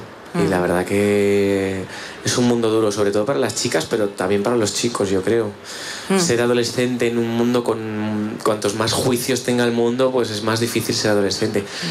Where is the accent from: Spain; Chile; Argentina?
Spain; los maricones de España, que yo los quiero mucho porque yo también soy maricón de España